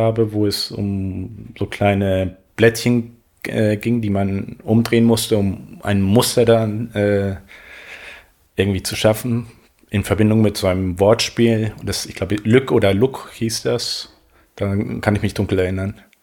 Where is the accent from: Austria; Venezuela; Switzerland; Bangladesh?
Venezuela; first language Spanish; German is a second language; moved away as an adult; now in Berlin, Germany; Ich bin in Venezuela aufgewachsen, meine Mutter ist Deutsche, die ist mit meinem Vater vor vielen Jahren hin nach Venezuela, dort bin ich geboren.